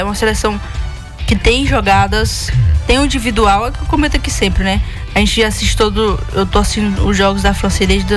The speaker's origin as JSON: {"language": "Portuguese", "country": "Brazil"}